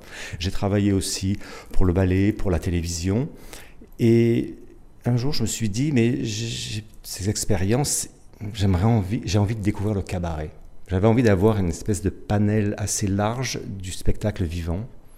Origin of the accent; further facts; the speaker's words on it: Marseille, Provence-Alpes-Côte d'Azur, France; Alors je suis Marseillais et j'ai très vite été fasciné par l'opéra